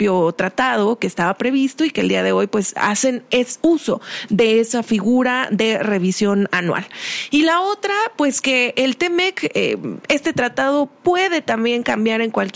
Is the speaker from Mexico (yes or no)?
yes; Mexico